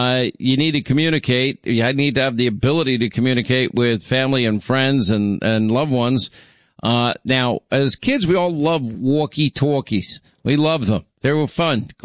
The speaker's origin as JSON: {"language": "English", "region": "New York", "country": "United States", "accent": "New York", "said": "I didn't realize how thick my New York accent was until I was in Huntsville, Alabama."}